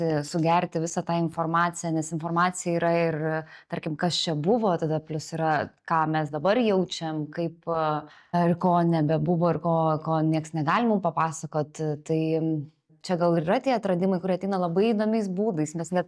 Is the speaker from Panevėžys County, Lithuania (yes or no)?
yes; Ramygala, Panevėžys County, Lithuania; now in Vilnius, Lithuania; Aš užaugau Ramygaloje, kurios kultūros centras yra buvusi sinagoga, prie mano namų yra apleistos žydų kapinės, kurios vietiniai tvarko.